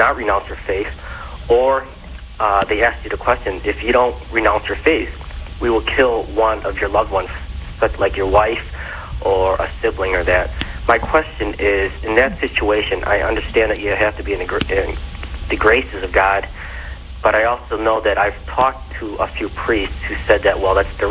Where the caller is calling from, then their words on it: Evergreen Park, Illinois, United States; I'm near Chicago, Illinois.